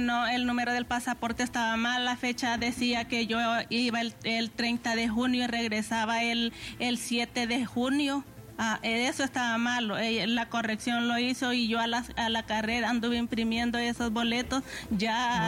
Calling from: Spain; Yo vivo en España, yo soy residente en España.

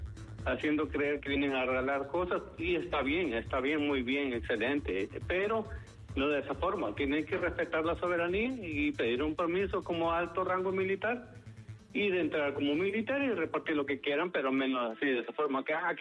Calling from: Ocotepeque, Honduras; Como hondureño, porque hay bastante delincuencia y todo aquí en este país.

